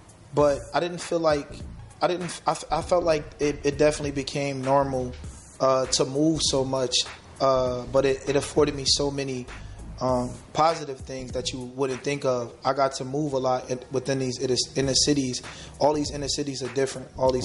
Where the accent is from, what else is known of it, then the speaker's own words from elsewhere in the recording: Newark, New Jersey, United States; also born or lived in Orange / Irvington / East Orange; Well, I was born in Orange. I was raised in Newark, Irvington, okay. and East Orange. I did a lot of moving.